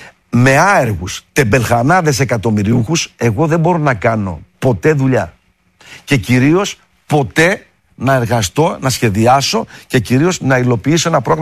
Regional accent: Vyzitsa, Thessaly, Greece; Πάω σπίτι μου, σε επαναλαμβάνω, σε ένα ωραιότατο σπίτι που έχω εξωτικό εντός εισαγωγικών, στο χωριό μου, στο πύλιο εκεί στη Βυζίτσα απ' έξω.

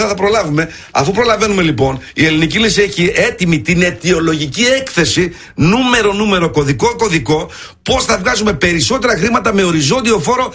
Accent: Germany; now in Greece; εγώ μεγάλωσα στη Γερμανία, γνωρίζω τη Γερμανία αρκετά καλά

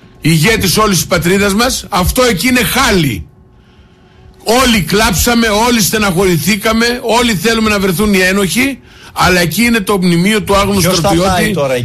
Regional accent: Greece; εγώ λοιπόν ως Έλληνας πολίτης

